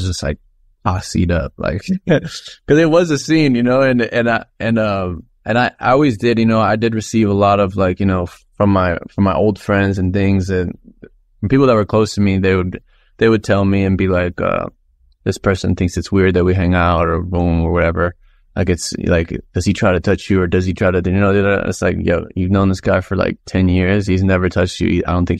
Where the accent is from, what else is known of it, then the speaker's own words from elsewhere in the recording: United States; I'm from here. I'm American. I was born in America.